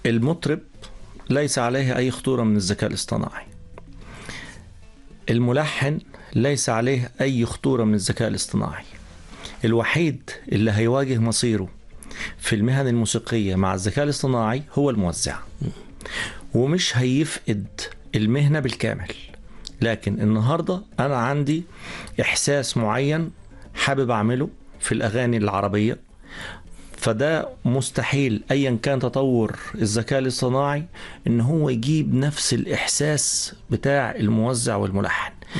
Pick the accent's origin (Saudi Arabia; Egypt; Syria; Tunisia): Egypt; إحنا عندنا في مصر كمان في تنوع شوية في التضاريس، لكن ما عندناش مدن وازدحام سكاني في مناطق جبلية